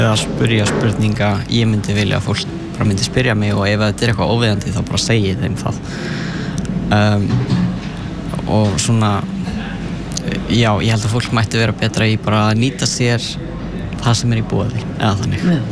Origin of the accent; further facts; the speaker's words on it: Vatnsnes, Northwestern Region, Iceland; Já, ég er frá Vatnsnesi.